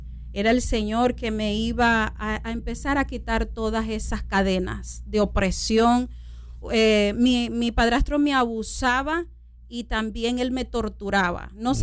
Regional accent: Zulia, Venezuela; Soy venezolana, vengo de Venezuela, de una familia pobre. En el estado del Zulia, en Venezuela. Y nosotros nacimos en una familia bastante pobre, pero muy disfuncional.

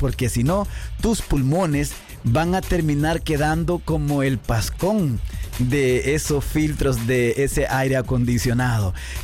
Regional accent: Honduras; now in United States; Y uno de los países es mi pueblo, mi país, Honduras. No ha llovido, hermano.

